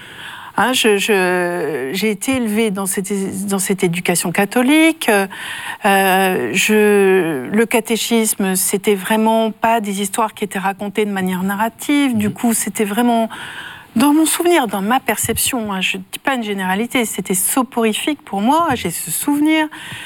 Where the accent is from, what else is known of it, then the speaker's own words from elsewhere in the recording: Nancy, Grand Est, France; à Nancy, ma ville natale